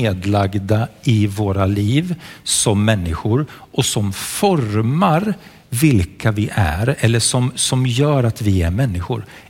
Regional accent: Sweden; jag kommer från Sverige

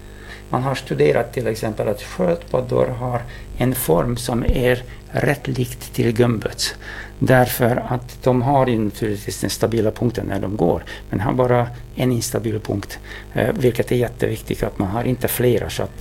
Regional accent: Hungary; Swedish is a second language; moved away; Ja, jag som en ungrare kan inte dölja min patriotism

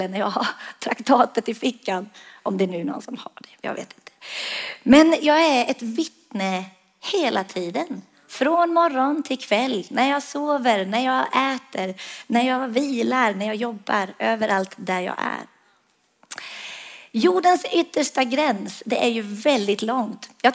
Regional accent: Sweden; Jag stod med tolken och skulle förklara att ja, vi kommer ju från Sweden.

